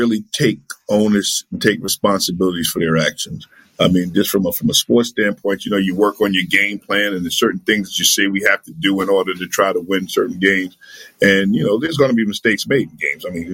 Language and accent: English; South Bronx, New York, United States; growing up in the South Bronx, ironically, I didn't know how tough it was until I got older because everyone was going through the same thing.